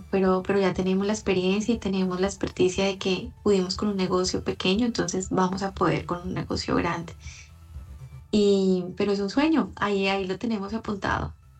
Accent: Florencia, Caquetá, Colombia; now in Neiva, Colombia; Personalmente soy de Florencia, Caquetá

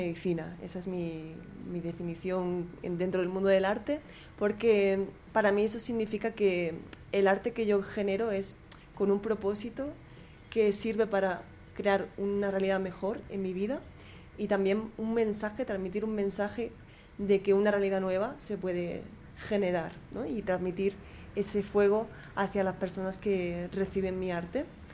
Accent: Granada, Andalusia, Spain; now in Catalonia, Spain; yo soy de Granada, que está al sur de España, en Andalucía, pero ahora mismo habito Cataluña

